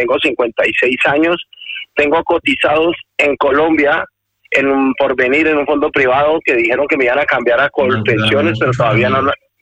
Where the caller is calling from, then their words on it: Madrid, Community of Madrid, Spain; te llamo de Madrid.